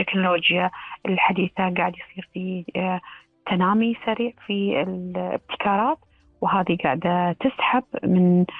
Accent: Kuwait; احنا ككويتيين

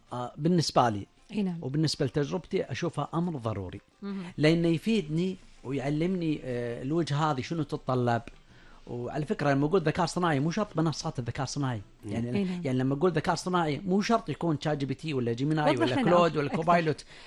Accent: Kuwait

